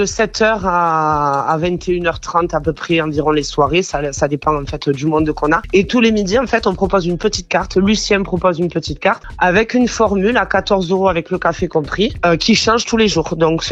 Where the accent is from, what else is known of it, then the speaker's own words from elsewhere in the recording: France; Alors écoutez, moi j'ai passé la majorité de mon adolescence sur Esperanza. Et donc j'ai grandi juste à côté chez ma grand-mère.